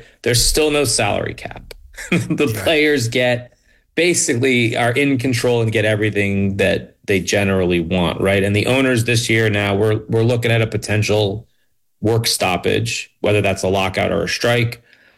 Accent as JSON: {"language": "English", "region": "Rhode Island", "country": "United States", "tie": "born or raised there"}